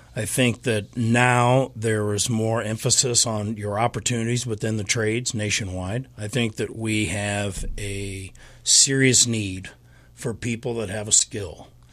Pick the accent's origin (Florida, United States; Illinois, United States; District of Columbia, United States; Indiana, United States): Illinois, United States; Springfield; Born and raised in Springfield, third generation, and actually fourth generation here in Springfield. My great grandparents immigrated and followed coal mining, and then my grandfather went to the coal mines.